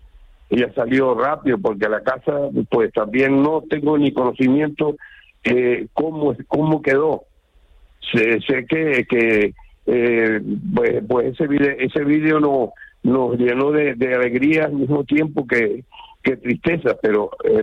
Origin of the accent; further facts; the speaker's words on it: Canary Islands, Spain; now in Venezuela; así como nosotros vinimos aquí a Venezuela de Canarias también.